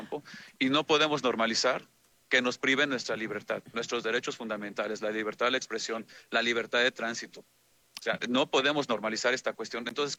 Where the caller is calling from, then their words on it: Tlaxcala, Mexico; Compañeros agricultores de Tlaxcala